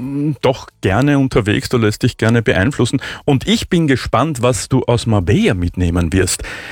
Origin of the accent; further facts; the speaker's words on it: Vienna, Austria; Als Wiener natürlich immer eine Weltreise.